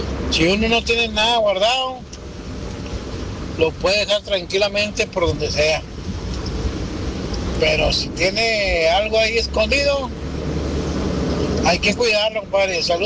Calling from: Monterrey, Nuevo León, Mexico; te hablo desde Monterrey, Nuevo León, México.

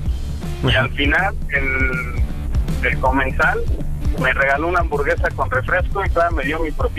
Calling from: Mexico; De aquí a Tizapán, Zaragoza

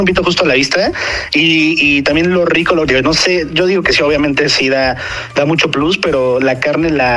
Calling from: Aguascalientes, Mexico; Del meritito Aguascalientes.

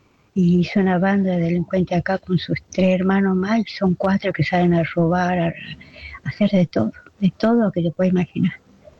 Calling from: Salta, Argentina; de Salta.

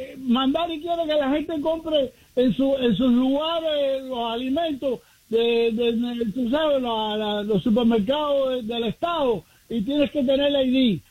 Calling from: New Jersey, United States; de New Jersey.

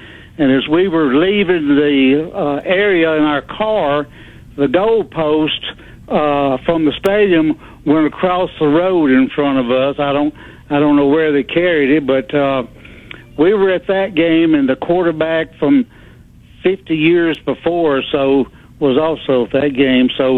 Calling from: Hamilton, Alabama, United States; I'm calling from Hamilton, Alabama, the home of great Alabama quarterback Gary Hollingsworth about 35 years ago.

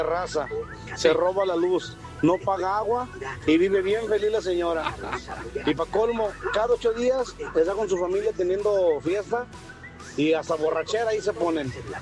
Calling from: Ciudad Juárez, Chihuahua, Mexico; Soy de Ciudad Juárez, Chihuahua, colonia Las Lilas

